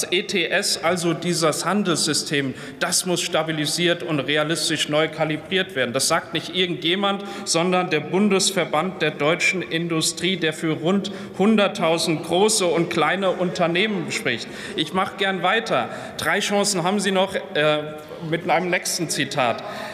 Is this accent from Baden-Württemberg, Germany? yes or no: no; Saarland, Germany; Allein in der Stahlindustrie in meiner Heimat im Saarland sind das über 12.000 Menschen.